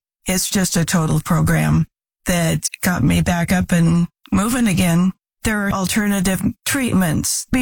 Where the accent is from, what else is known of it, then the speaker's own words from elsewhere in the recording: Milwaukee, Wisconsin, United States; I'm from Milwaukee.